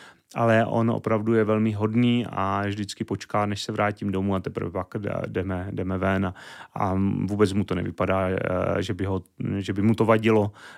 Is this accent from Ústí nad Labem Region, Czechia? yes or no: no; Šumperk, Olomouc Region, Czechia; dojížděl jsem vždycky z Šumperka a je to proto, protože já si myslím, že za prvé svým založením jsem takový, řekl bych, trochu klidnější člověk, možná jako opravdu z malého města